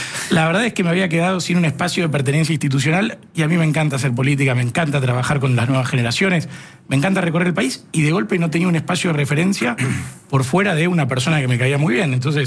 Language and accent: Spanish; Buenos Aires, Argentina; Y yo soy un político porteño que hace política en la Ciudad de Buenos Aires